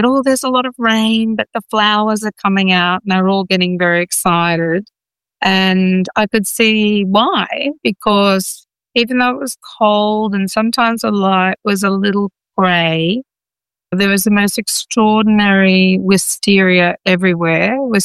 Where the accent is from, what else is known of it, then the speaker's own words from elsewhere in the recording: Australia; we in Australia